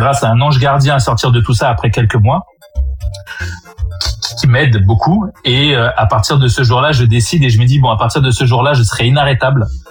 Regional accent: French West Indies, France; Je suis ce petit Antillais qui réussit quelque chose d'extraordinaire.

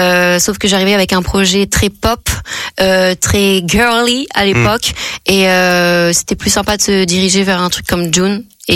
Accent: Provence-Alpes-Côte d'Azur, France; also born or lived in Paris / French Guiana; Donc je suis née à Paris, vrai. Je suis revenue sur mes terres. Mais sinon, je suis partie très tôt sur la Côte d'Azur. J'ai fait un passage à Marseille dans les Bouches-du-Rhône. Ensuite, on est parti en Guyane française.

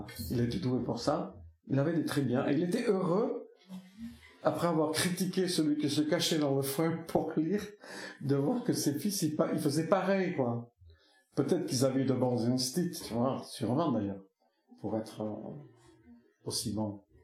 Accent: Nouvelle-Aquitaine, France; chez moi, dans le Pays Basque, dans les Pyrénées

